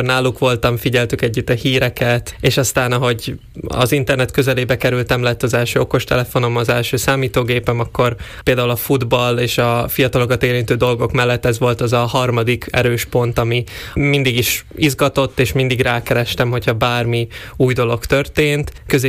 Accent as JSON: {"language": "Hungarian", "town": "Štúrovo", "region": "Nitra Region", "country": "Slovakia", "tie": "born or raised there", "moved": "as an adult", "lives_now": "Budapest, Hungary", "said": "Most töltöttem be a 21. életévemet, egyébként Párkányból származom, oda jártam általános iskolába és gimnáziumba is, jelenleg pedig Budapesten a Nemzetközi Üzleti Főiskolán tanulok"}